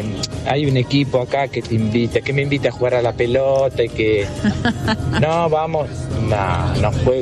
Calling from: Bahía Blanca, Buenos Aires Province, Argentina; de Bahía Blanca, tengo 48 años.

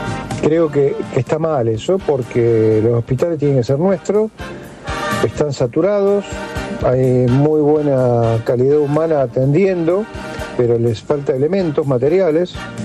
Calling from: Lanús, Buenos Aires Province, Argentina; de Lanús, viajante.

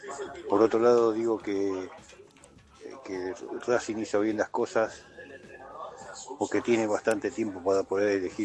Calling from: La Plata, Buenos Aires Province, Argentina; de La Plata.

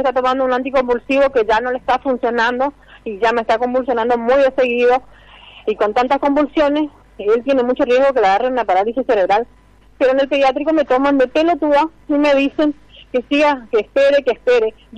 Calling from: Colonia Elisa, Chaco, Argentina; Soy de Colonia Elisa.

